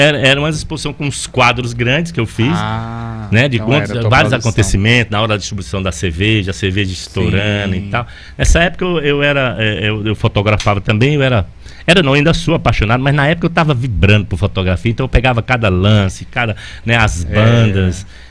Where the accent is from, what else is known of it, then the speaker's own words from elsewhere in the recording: Quixeramobim, Ceará, Brazil; born there; É, veio 8 irmãos, né? Na verdade, eu nasci em Quixeramobim, né?